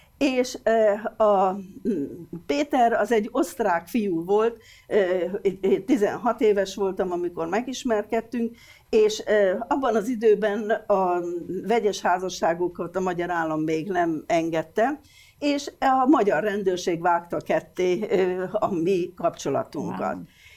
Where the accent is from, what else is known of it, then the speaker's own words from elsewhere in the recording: Debrecen, Hajdú-Bihar, Hungary; az életemben először voltam szülővárosom Debrecen határain kívül.